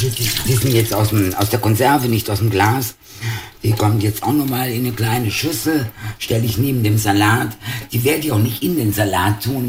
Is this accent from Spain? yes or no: yes; Spain; Aber es wäre, glaube ich, als Spanierin auch schwierig zu sagen, man mag keine Oliven.